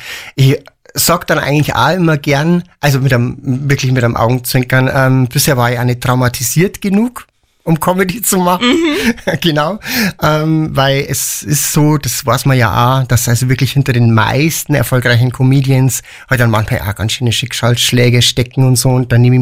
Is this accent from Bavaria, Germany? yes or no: yes; Piding, Bavaria, Germany; ich bin aus Pieding.